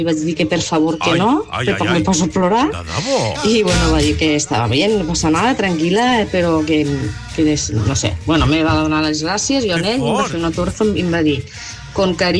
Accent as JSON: {"language": "Catalan", "town": "La Cava", "region": "Catalonia", "country": "Spain", "said": "soc de la Cava."}